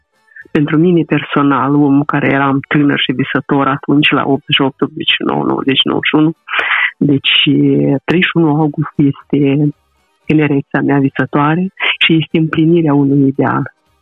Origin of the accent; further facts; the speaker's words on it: Moldova; first language Romanian; pe această palmă de pământ unde suntem băștinași.